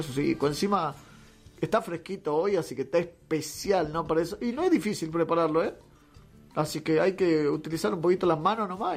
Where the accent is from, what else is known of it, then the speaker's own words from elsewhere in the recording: Jujuy, Argentina; así somos los jujeños